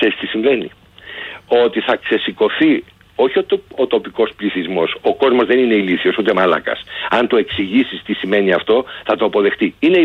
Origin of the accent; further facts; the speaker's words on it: Western Greece, Greece; ένα νοσοκομείο στο Αγρίνιο, ένα στο Μεσολόγγι, που είναι διαφορά, λέω για την πατρίδα μου